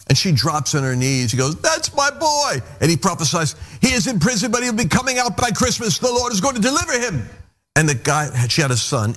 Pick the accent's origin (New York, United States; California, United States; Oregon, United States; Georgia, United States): New York, United States; Oyster Bay; born there; accent: New York; I was born in Oyster Bay, Long Island. And so I have a little bit of an easy slip into the New York because my mother had the accent from New York. And I could pick it up easy. But then I'm 20% Jewish.